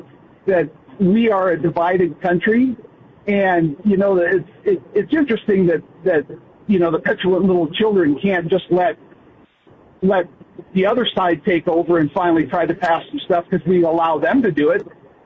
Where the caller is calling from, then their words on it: Colorado, United States; I'm calling from the People's Republic of Colorado.